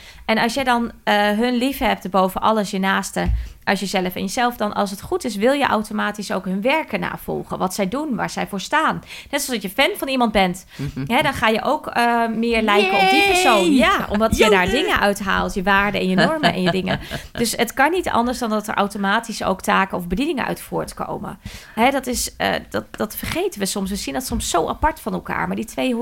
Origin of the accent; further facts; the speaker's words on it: Netherlands; ik ben geen Jood, ik ben Nederlander.